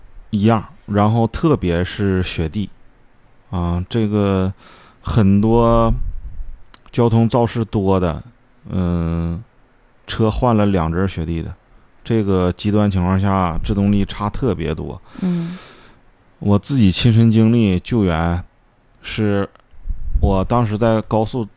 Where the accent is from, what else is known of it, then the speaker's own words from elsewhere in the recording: Northeast China, China; 咱们东北人